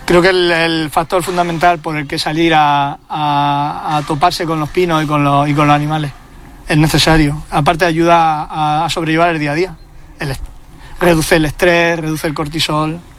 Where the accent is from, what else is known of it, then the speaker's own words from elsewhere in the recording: La Iruela, Andalusia, Spain; born there; Y en mi pueblo, además.